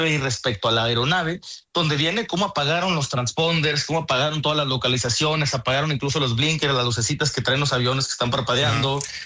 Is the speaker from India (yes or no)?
no; Mexico; Yo tengo mi terruño pues, sí, acá del otro, en una esquina de México.